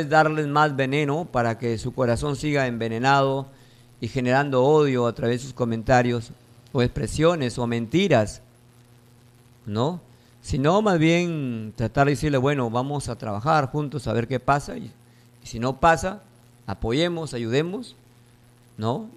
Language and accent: Spanish; Peru; Eso nos hace daño como peruanos.